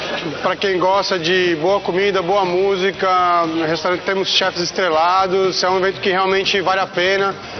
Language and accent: Portuguese; Brazil; moved away as an adult; now in Lisbon, Portugal; Eu sou brasileiro, moro aqui em Lisboa há quase 2 anos agora.